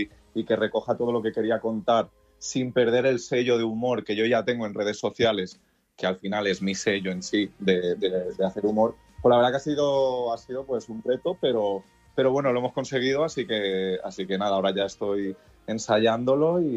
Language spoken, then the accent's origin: Spanish; Balearic Islands, Spain; moved away as an adult; now in Madrid, Spain; soy mallorquín, pero es que ya tengo 36 años y me fui a los 19 a Madrid.